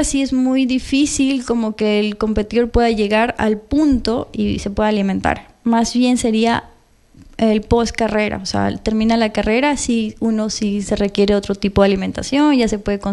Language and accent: Spanish; Ecuador